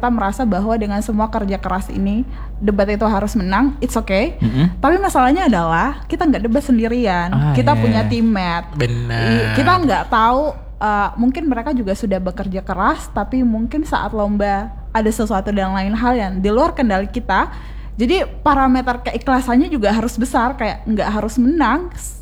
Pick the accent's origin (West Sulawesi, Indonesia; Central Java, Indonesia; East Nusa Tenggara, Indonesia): West Sulawesi, Indonesia; Polewali Mandar; Aku orang Polman. Tapi fun fact, semua teman-temanku selalu mengira aku orang Jawa. Dan saya bukan orang Jawa.